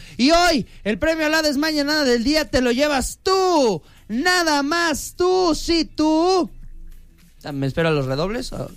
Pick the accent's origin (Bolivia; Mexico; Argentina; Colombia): Mexico; soy mexicano a más no poder